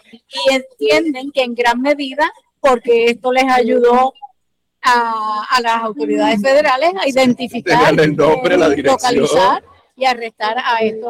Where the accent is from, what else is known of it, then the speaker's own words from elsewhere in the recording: Puerto Rico; Yo, como puertorriqueña